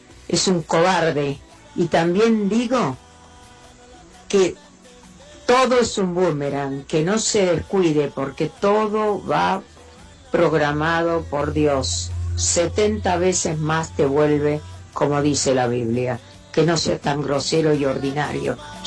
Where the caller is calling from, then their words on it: Don Torcuato, Buenos Aires Province, Argentina; Te saluda … Don Torcuato nuevamente.